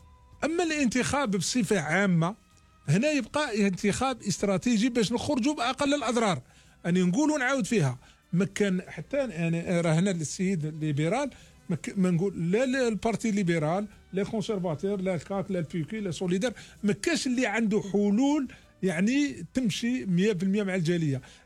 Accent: Algeria; now in Canada; ما يهمناش كجزائريين ولا كجالية بل كمواطنين كنديين

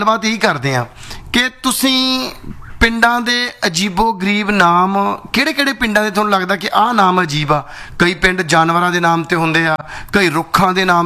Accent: Punjab, India; ਮੈਂ ਮਾਲਵੇ ਤੋਂ ਹਾਂ

